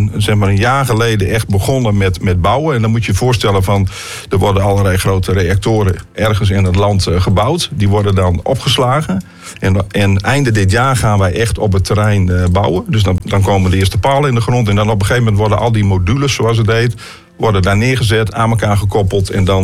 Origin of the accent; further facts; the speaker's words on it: Groningen, Netherlands; Ik kom zelf uit Buffalo, uit van het Hoge Land.